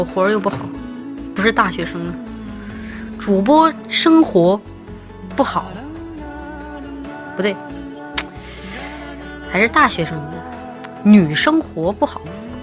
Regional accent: London, United Kingdom; 还笑我的英语口音，从小伦敦郊区长大的。

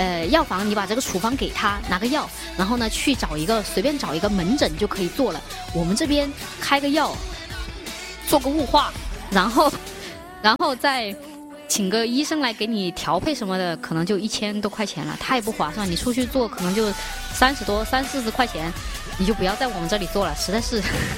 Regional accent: Chongqing, China; accent: Chongqing dialect; 用我们重庆话来说

